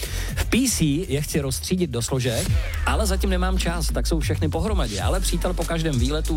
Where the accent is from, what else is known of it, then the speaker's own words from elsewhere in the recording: Frýdek-Místek, Moravian-Silesian Region, Czechia; born there; já zdravím do Frýdku, Místku, mého rodného města